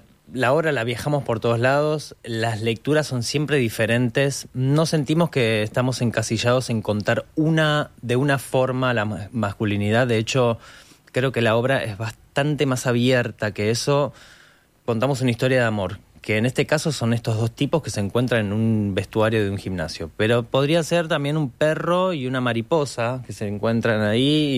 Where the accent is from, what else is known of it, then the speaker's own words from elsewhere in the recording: Argentina; pues somos argentinos